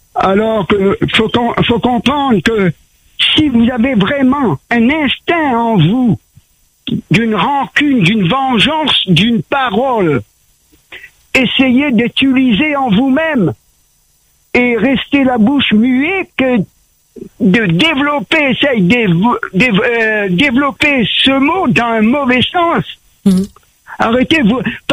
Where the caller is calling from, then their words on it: Réunion; moi je suis un réunionnais, je suis un blanc.